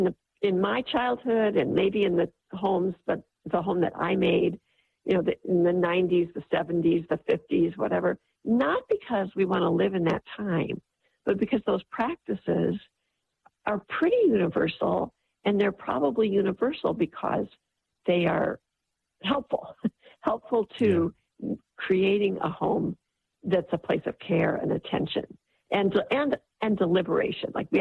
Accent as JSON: {"language": "English", "region": "Midwest", "country": "United States", "tie": "born or raised there", "said": "Especially I grew up in the Midwest, you know, that wasn't like a normal thing to do."}